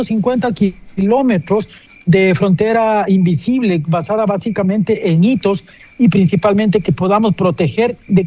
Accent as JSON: {"language": "Spanish", "country": "Ecuador", "said": "soy ecuatoriano"}